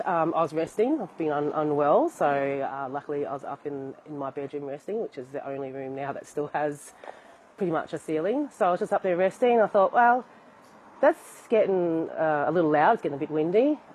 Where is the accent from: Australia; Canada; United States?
Australia; Alice Springs, Northern Territory; I was born in Alice Springs and I've always lived here.